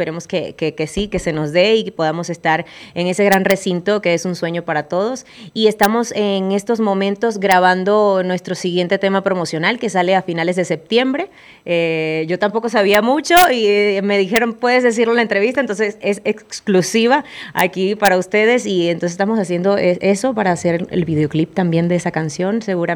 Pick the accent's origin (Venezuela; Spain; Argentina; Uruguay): Venezuela; Yo, por ejemplo, soy venezolana